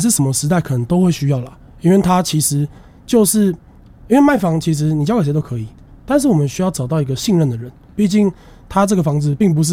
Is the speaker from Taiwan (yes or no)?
yes; Taipei, Taiwan; moved away as an adult; now in Tamsui, Taiwan; 因为其实我们淡水，像我自己啦，我其实并不是淡水人，